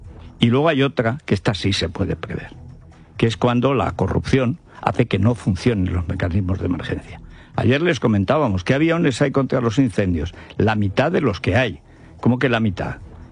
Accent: Aragon, Spain; moved away; mi pueblo, a Gonchales, a Albarracín

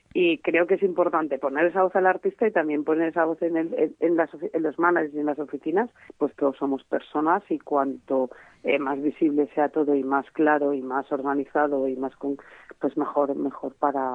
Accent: Segorbe, Valencian Community, Spain; Que me llevó mi padre a Segorbe, que yo soy de Segorbe, de Castellón.

